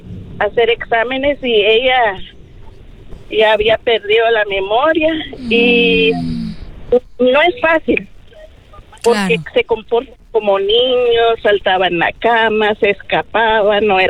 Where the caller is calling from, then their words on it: Towson, Maryland, United States; de la ciudad de Towson.